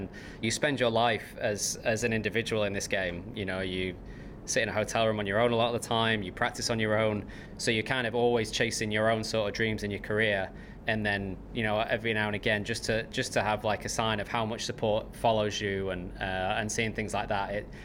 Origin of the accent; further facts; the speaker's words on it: Southport, North West England, United Kingdom; coming to my hometown